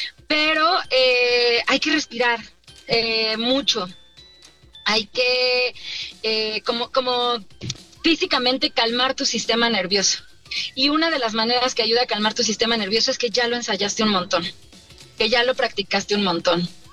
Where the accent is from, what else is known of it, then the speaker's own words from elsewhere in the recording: Mexico; Oye, pues así somos las familias de México